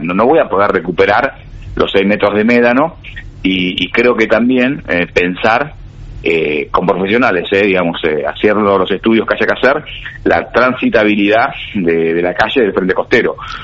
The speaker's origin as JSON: {"language": "Spanish", "country": "Argentina", "lives_now": "Punta Alta, Argentina", "said": "orgulloso como vecino, como intendente, como argentino"}